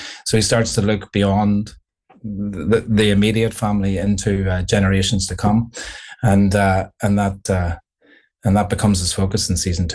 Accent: Ireland; accent: Irish

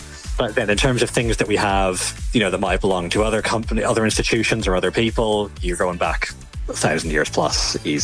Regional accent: Bangor, Northern Ireland, United Kingdom; accent: Irish; moved away as an adult; also born or lived in Dublin; now in Edinburgh, United Kingdom; I was born in Dublin, but grew up just outside of Belfast, a wee town called Bangor, which is now a city, actually. It's not a town, I shouldn't say that. And then, yeah, moved to Scotland for uni a few years ago.

